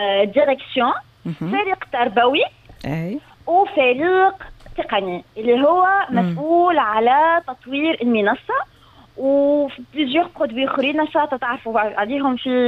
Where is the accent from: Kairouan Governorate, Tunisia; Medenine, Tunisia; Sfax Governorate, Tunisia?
Medenine, Tunisia; أنا قريت في مدنين